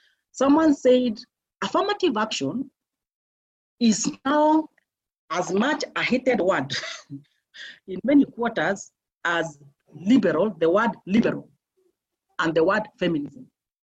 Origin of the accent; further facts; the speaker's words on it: Meru County, Kenya; I grew up at country in Meru.